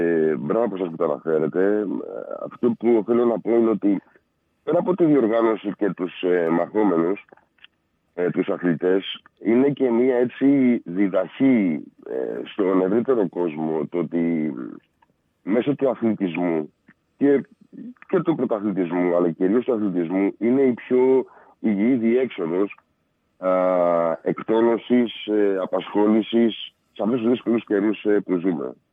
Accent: Piraeus, Attica, Greece; moved away as an adult; now in Patras, Greece; εγώ είμαι από Πειραιά, μεγάλωσα στην Πειραιά. Επαγγελματικές υποχρεώσεις με έφεραν στην Πάτρα.

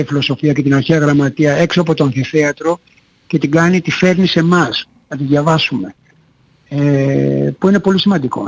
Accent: Greece; εμάς που είμαστε Έλληνες

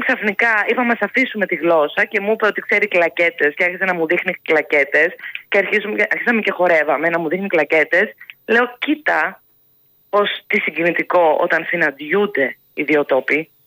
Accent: Greece; είμαι περήφανη που είμαι Ελληνίδα.

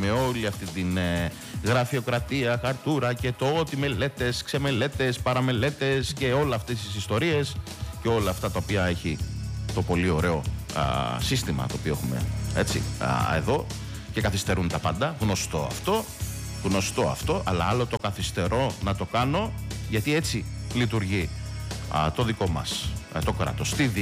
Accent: Apollona, South Aegean, Greece; Καλημέρα και στα Απόλλωνα, στο χωριό μου.

